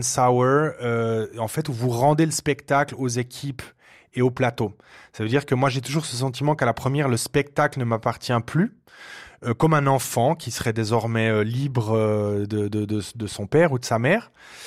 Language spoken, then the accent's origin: French; Bern, Switzerland; born there; Et donc, ma maman a dû accoucher à l'hôpital de Lille à Berne. Et donc, je suis né à Berne.